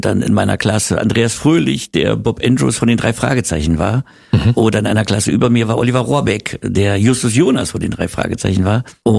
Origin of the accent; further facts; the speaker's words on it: Berlin, Germany; Ja, und ich bin dann aber in Wittenau aufgewachsen.